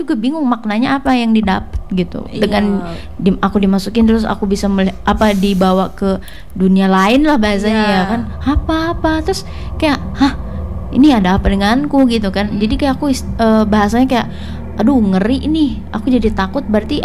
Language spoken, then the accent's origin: Indonesian; Java, Indonesia; Aku kan rantauan nih, aku dari Jawa gitu.